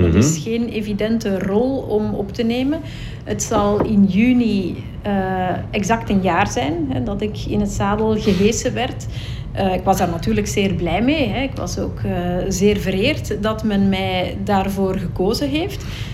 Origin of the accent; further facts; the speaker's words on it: Belgium; also born or lived in India; We zijn hier in België opgegroeid, in Linden.